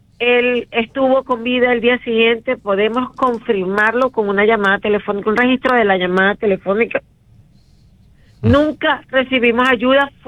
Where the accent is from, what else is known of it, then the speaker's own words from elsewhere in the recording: Venezuela; now in United States; Somos venezolanos, nos quitaron el TPS